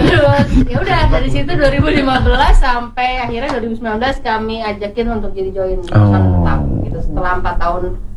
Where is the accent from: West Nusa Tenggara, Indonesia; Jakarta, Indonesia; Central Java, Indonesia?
Jakarta, Indonesia; saya sebenarnya orang tua saya Jawa Tengah tapi saya dari kecil di Jakarta.